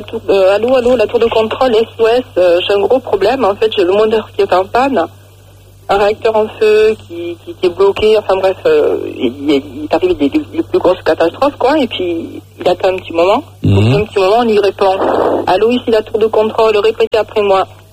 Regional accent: Toulouse, Occitanie, France; Non, je suis pas de Montpellier, je suis de Toulouse.

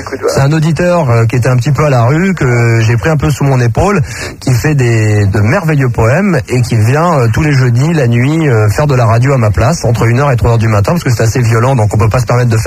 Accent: Versailles, Île-de-France, France; born there

